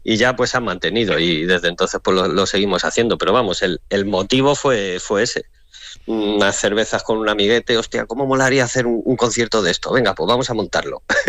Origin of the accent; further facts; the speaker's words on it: Madrid, Community of Madrid, Spain; now in Ávila, Spain; que soy el bajista, y soy de Madrid y estoy ahora viviendo en un pueblecito de Ávila.